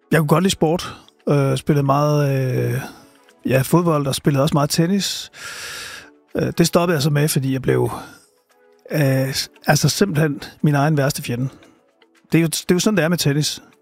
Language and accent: Danish; Silkeborg, Central Denmark Region, Denmark; born or raised there; also born or lived in Aarhus